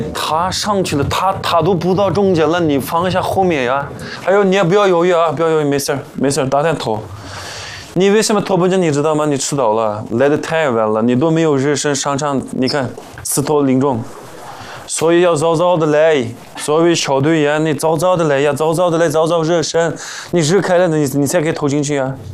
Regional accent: Xinjiang, China; 可以代表我们家乡，可以代表新疆打这个比赛

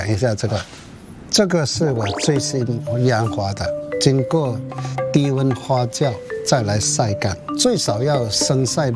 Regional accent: Shanwei, Guangdong, China; 我们汕尾

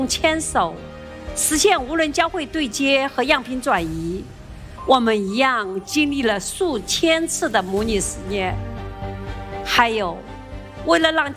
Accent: China; 我们中国人

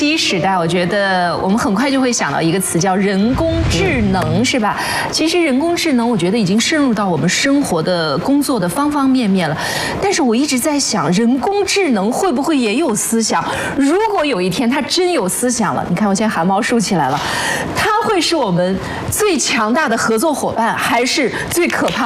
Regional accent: Anhui, China; 我们安徽人那心中的自豪又油然而生了。

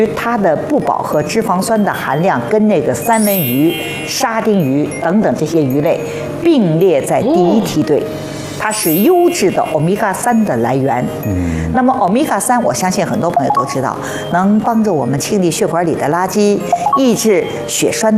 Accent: China

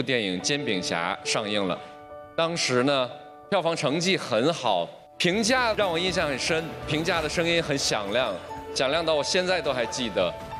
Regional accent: Ji'an, Jilin, China; moved away as an adult; now in Beijing, China; 我来自一个很小的城市，边陲小城，吉林省吉安市。

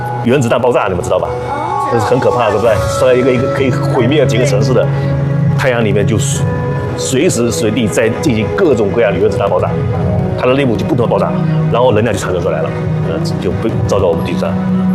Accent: China; 我们中国人还特别厉害，

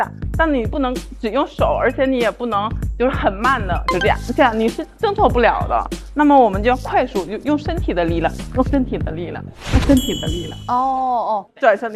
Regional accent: Northeast China, China; 因为我是东北人嘛，所以我给大家带来一个东北酸菜饺子。

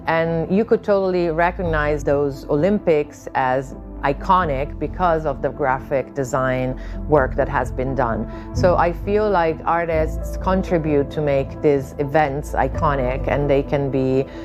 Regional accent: Milan, Lombardy, Italy; I am an artist from Milano, Italy.

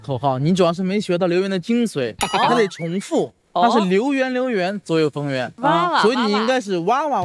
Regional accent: Chengdu, Sichuan, China

